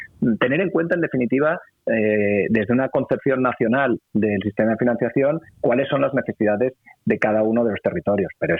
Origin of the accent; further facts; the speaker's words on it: Catalonia, Spain; tener dos idiomas como el catalán y el español que nos une al conjunto de los españoles y el catalán, digamos, que es privativo de nuestra comunidad